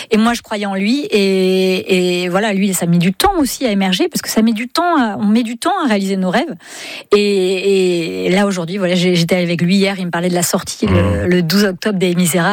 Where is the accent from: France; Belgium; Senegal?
France; Brittany; Ah bah oui, mais on est breton ou pas?